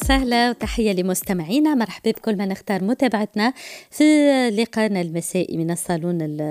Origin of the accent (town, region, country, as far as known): Tunisia